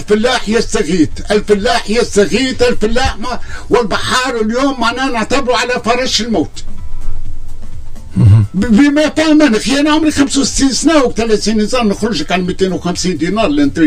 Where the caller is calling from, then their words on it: Tunisia; أنا مواطن تونسي كيفي كيفك